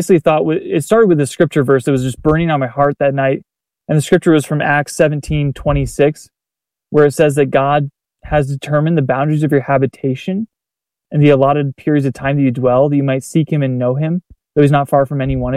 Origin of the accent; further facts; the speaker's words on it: Texas, United States; a lot of my, kind of Bible Belt prejudices that I built up, I grew up in Texas